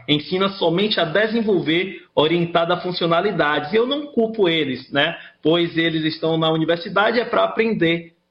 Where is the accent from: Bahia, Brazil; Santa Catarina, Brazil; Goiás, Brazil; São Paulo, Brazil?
Bahia, Brazil; Salvador; Não, eu sou de Salvador, Salvador, Bahia.